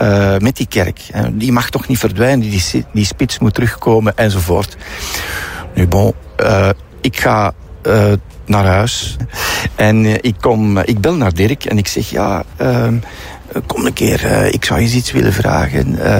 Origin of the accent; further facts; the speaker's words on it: Heffen, Antwerp, Belgium; is eigenlijk afkomstig van hier. En ik ben eigenlijk in Heffen ben ik … Dus mijn grootvader, die was molenaar. En zo. Dus dat dorp was klein.